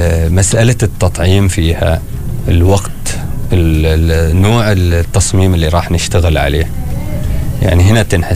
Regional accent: Oman; نحن في عمان موجود عندنا، لكن اللي موجود عندنا في عمان لونين فقط

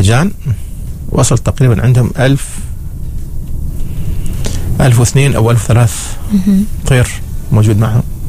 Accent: Oman; السباقات المحليه نحن عندنا في عمان

